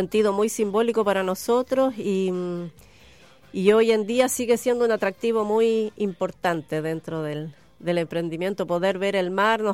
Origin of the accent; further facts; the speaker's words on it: Uruguay; moved away as an adult; now in Chile; Yo soy uruguaya y llegué hace muchos años a Chile, y fue una de las primeras ciudades que conocí y me encantó. Además, viviendo en Santiago, extrañaba mucho el mar, que era lo que yo tenía toda mi vida en Uruguay